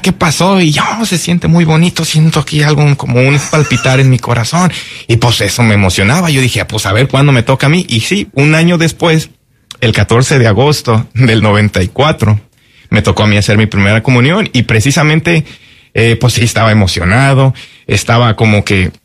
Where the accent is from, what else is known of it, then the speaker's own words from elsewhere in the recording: Tequila, Jalisco, Mexico; de donde yo soy originario, en Tequila, Jalisco